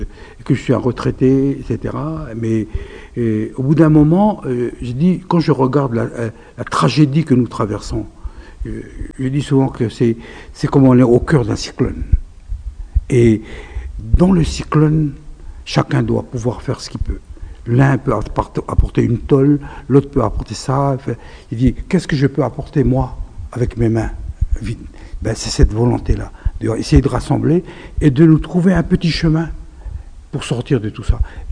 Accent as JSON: {"language": "French", "area": "Tiga", "region": "Loyalty Islands Province", "country": "New Caledonia", "tie": "born there", "moved": "yes", "lives_now": "Nouméa, New Caledonia", "said": "je suis né à Tiga, dans une petite île. Et je suis venu à Nouméa."}